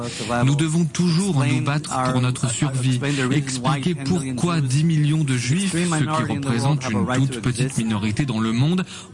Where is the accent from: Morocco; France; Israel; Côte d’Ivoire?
Israel; Jerusalem, Jerusalem District; born there; French is a second language; also born or lived in Los Angeles; now in Tel Aviv, Israel; je suis né à Jérusalem, j'ai vécu pendant longtemps à Los Angeles. Et je suis revenu en Israël il y a 20 ans.